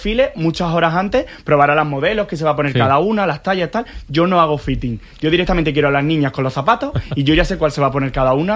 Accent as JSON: {"language": "Spanish", "town": "Córdoba", "region": "Andalusia", "country": "Spain", "said": "Quiero llevar mi tierra por bandera, Julio Romero de Torres, la Amapola, la de mi Valle de los Pedroches, los patios de Córdoba"}